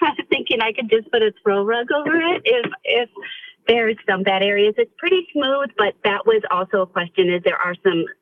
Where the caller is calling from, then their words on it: Tucker, Georgia, United States; I'm calling from Tucker, Georgia.